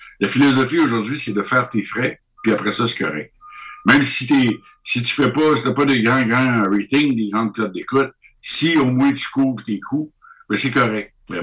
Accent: Canada; moi, je suis du Canada, je suis ici de passage

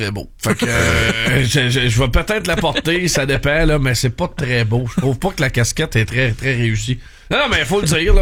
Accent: Victoriaville, Quebec, Canada; si vous avez à découvrir un nouveau terrain là, dans mon patelin Victo, c'est pas gênant.

